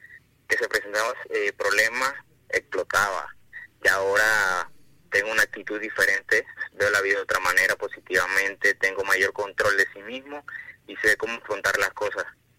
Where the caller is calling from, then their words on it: Calobre, Veraguas, Panama; De Calobre.